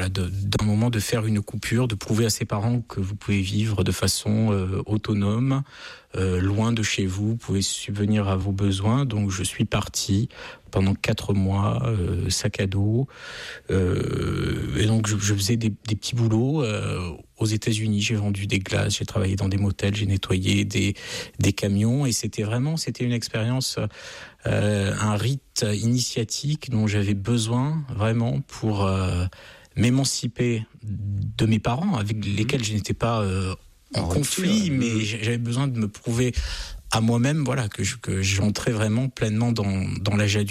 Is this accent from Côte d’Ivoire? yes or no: no; France; Je suis français, je vis en France.